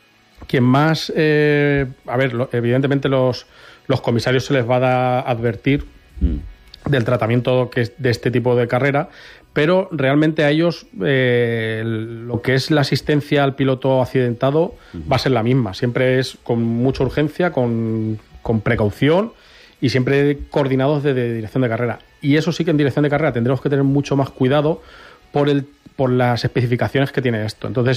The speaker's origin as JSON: {"language": "Spanish", "town": "Albacete", "region": "Castilla-La Mancha", "country": "Spain", "said": "es un orgullo para nosotros que somos de Albacete."}